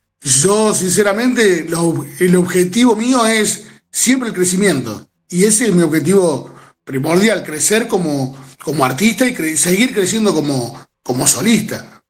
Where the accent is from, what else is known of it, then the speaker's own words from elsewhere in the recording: Argentina; now in Córdoba, Argentina; cuando yo me voy de la Babulalle, de mi pueblo, para venir acá a Córdoba